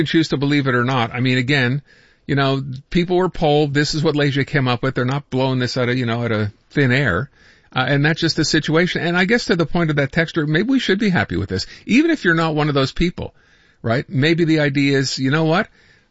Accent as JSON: {"language": "English", "country": "Canada", "said": "because we're Canadian."}